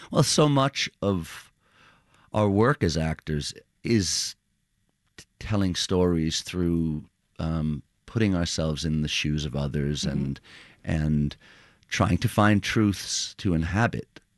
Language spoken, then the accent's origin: English; Queens, New York, United States; And I think part of what drew me to this is an understanding of how, in growing up in Queens